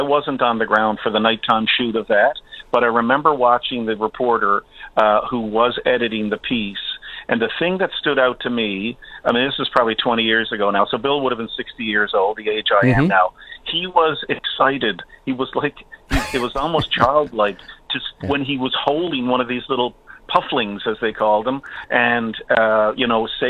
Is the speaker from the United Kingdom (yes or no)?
no; Newfoundland and Labrador, Canada; he was from Portugal Cove, St. Phillips, and did work down here, advocacy work down here for the environment as well, in what is my hometown as well.